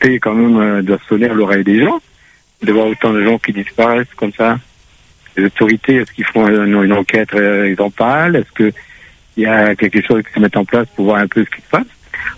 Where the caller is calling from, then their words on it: Réunion; Moi, j'habite à La Réunion depuis très longtemps, je suis de La Réunion.